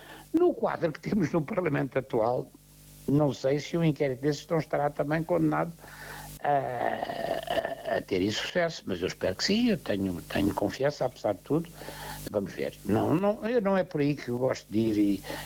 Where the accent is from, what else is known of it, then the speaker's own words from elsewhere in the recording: Portugal; Somos nós, portugueses, somos os descendentes de Afonso de Albuquerque